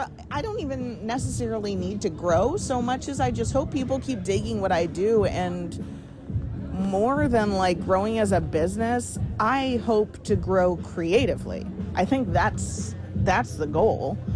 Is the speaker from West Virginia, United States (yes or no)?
no; Ithaca, New York, United States; I was raised in Ithaca. Ithaca is a community-based city. And you can take the girl out of Ithaca, but you can't take the Ithaca out of the girl